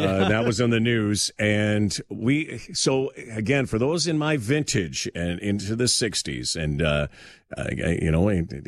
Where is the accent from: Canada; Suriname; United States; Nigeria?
Canada; I'm Canadian, and especially Canadian now.